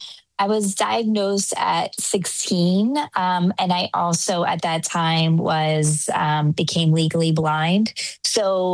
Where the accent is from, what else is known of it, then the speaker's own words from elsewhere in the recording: Philadelphia, Pennsylvania, United States; also born or lived in Washington, D.C. / New York; I'm originally from Philly. And I grew up there in the surrounding suburbs and went to high school in Central Bucks, so outside of Philly.